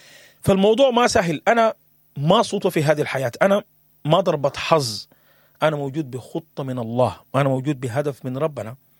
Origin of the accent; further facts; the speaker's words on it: Sudan; انا وانت كسوداني